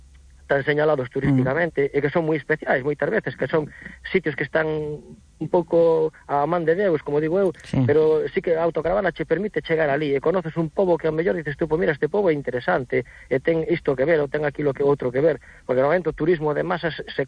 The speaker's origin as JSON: {"language": "Galician", "town": "Redondela", "region": "Galicia", "country": "Spain", "said": "Por eu son de Redondela, saímos hacia Mellora, hacia Porto Novo, Grove, saímos por zonas cercanas."}